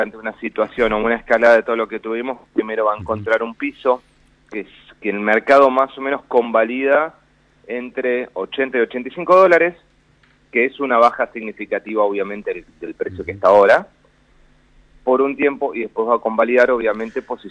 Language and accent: Spanish; Buenos Aires, Argentina; No, soy porteño, a veces me sale medio tonada, tengo familia salteña.